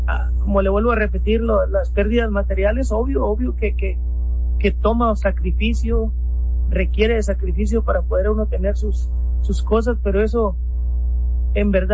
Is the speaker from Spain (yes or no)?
no; Santa María, Mexico; nosotros somos del ejido de Santa María, vino una cuadrilla de la comunidad grande